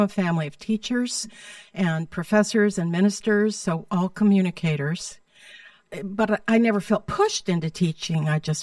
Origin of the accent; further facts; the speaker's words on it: San Diego, Midwest, United States; And so I feel that I grew up in San Diego, even though I'm Midwestern born. I'm a Midwesterner. And I went to school in San Diego from second grade on.